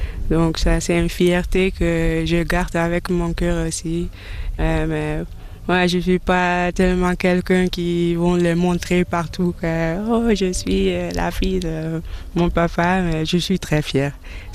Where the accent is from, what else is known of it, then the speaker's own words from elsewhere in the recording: Amsterdam, North Holland, Netherlands; Avec ma maman, j'ai grandi à Amsterdam, en Hollande.